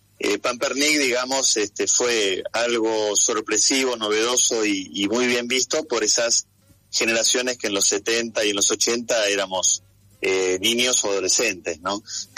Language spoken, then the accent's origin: Spanish; Buenos Aires, Argentina; Yo soy nacido en el año 81, me llevaba mi mamá a comer a ese lugar que para mí era fantástico. Yo soy nacido y criado en Liniers y me iba al local que estaba en Floresta